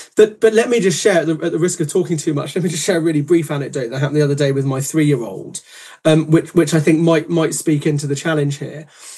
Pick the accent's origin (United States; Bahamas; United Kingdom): United Kingdom; England; we are English at the end of the day